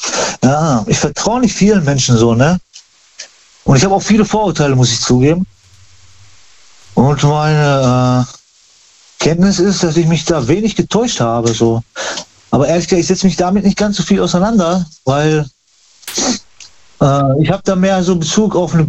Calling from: Recklinghausen, North Rhine-Westphalia, Germany; Ich bin aus Nordrhein-Westfalen.

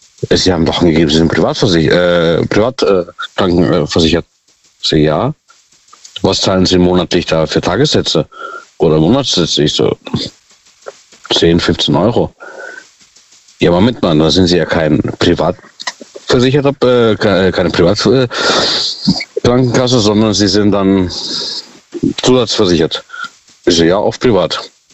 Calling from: Ottersweier, Baden-Württemberg, Germany; Ja, aus Ottersweier.

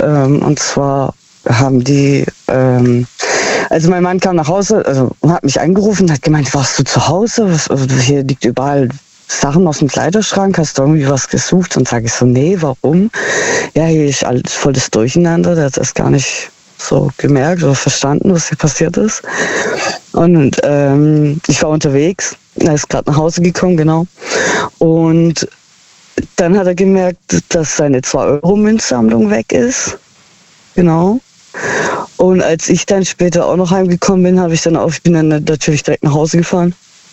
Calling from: Heilbronn, Baden-Württemberg, Germany; Aus Heilbronn.

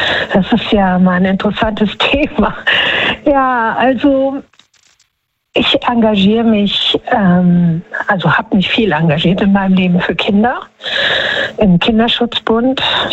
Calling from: Düsseldorf, North Rhine-Westphalia, Germany; Hallo, aus NRW.

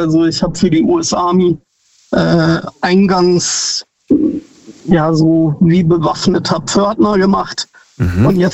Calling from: Neuffen, Baden-Württemberg, Germany

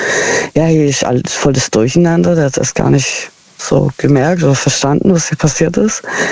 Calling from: Heilbronn, Baden-Württemberg, Germany; Aus Heilbronn.

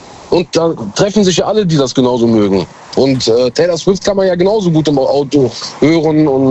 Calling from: Mönchengladbach, North Rhine-Westphalia, Germany; Ich komme aus Gladbach, Mönchengladbach.

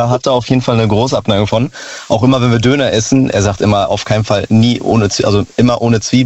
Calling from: North Rhine-Westphalia, Germany; Gut mitbekommen, dass wir sind aus der Nähe aus Dortmund.

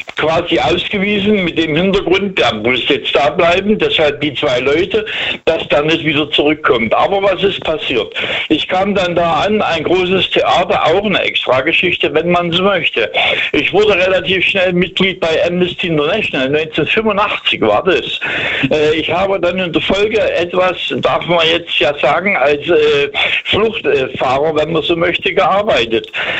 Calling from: Langenheist, Hesse, Germany; Ich bin jetzt hier in Hessen. In Langenheist, das ist eine kleine Stadt bei Frankfurt.

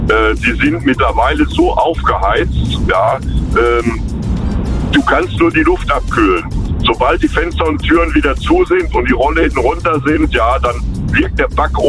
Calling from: Andernach, Rhineland-Palatinate, Germany; ich komme aus Andernach, ne? Und bin jetzt auf dem Weg in Richtung Koblenz, von Fernbach aus.

